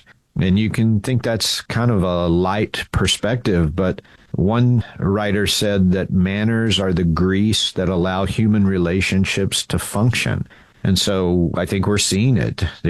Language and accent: English; Texas, United States; I grew up in Texas, and I've asked people sometimes about some of these, and they've never heard of them.